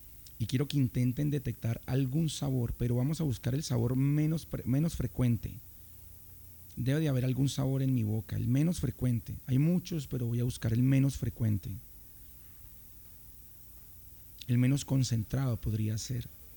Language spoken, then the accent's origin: Spanish; Cali, Valle del Cauca, Colombia; los caleños somos de un corazón enorme